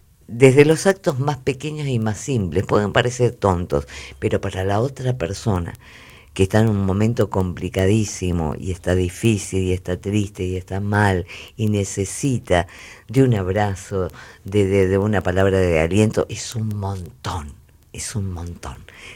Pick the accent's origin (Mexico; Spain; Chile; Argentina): Argentina; así somos los argentinos.